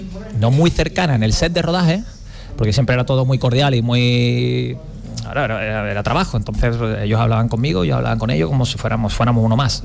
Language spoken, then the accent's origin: Spanish; Cádiz, Andalusia, Spain; le dije que soy de Cádiz.